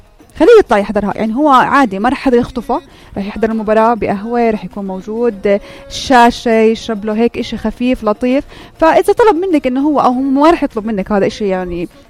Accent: Jordan; وإحنا كمان كأردنيين مفتخر بمنتخبنا

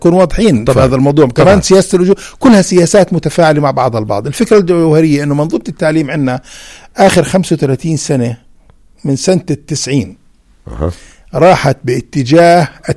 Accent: Jordan; احنا عندنا في الاردن

